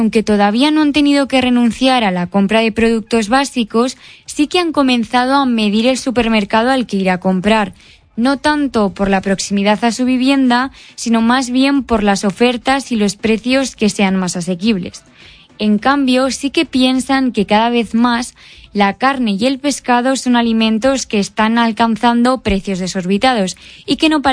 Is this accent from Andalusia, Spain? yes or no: no; La Rioja, Spain; somos todos los riojanos